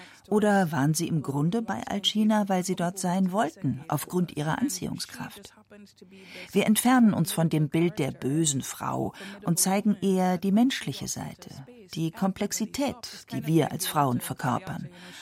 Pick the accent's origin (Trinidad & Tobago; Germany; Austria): Trinidad & Tobago; German is a second language; now in Europe; Nach Trinidad komme ich nicht so häufig, aber ich vermisse meine Heimat sehr. Gleichzeitig habe ich hier in Europa gute Orte gefunden, besonders in Bayern und in der Schweiz.